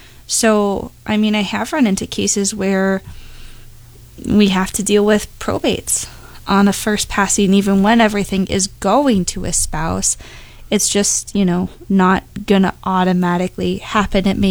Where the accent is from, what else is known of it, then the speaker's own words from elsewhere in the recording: Appleton, Wisconsin, United States; I am I'm from Appleton. I went to St. Norbert for undergrad and Marquette for law school. Immediately after graduating, I kind of came back to Appleton.